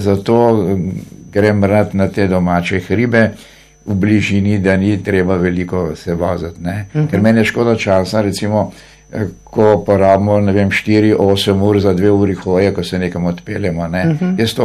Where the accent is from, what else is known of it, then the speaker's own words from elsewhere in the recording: Mirna Peč, Southeast Slovenia, Slovenia; moved away; also born or lived in Kropa / Novo mesto; moje otroštvo je bilo v Mirni peči